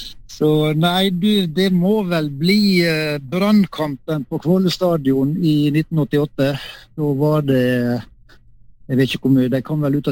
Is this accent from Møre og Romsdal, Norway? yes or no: yes; Ålesund, Møre og Romsdal, Norway; Nei, du er født og oppvokst oppe i Ålesund, helt i strandkanten på en fjord som heter Borgundfjorden